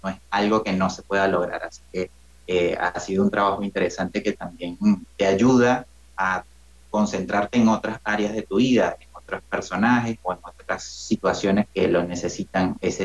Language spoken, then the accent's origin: Spanish; Venezuela; born there; moved away; en mi país donde nací, en Venezuela, soy venezolano.